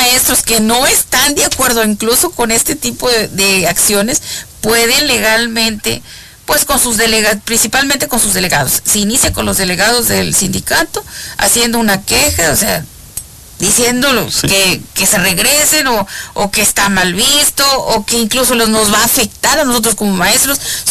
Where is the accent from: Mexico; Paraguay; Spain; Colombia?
Mexico; para nosotros como mexicanos